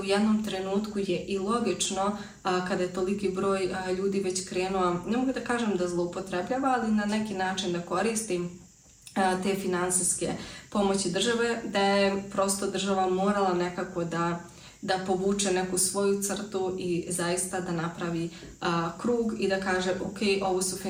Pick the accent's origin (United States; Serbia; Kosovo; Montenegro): Serbia; now in Austria; kao što bi imao, na primjer, kod nas u Srbiji u državnim bolnicama.